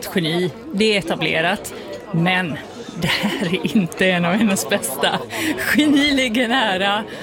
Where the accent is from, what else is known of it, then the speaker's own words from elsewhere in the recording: Alingsås, Västra Götaland County, Sweden; Och min hemstad Alingsås, potatisstaden med egen potatisfestival, har äntligen fått ett ledmotiv.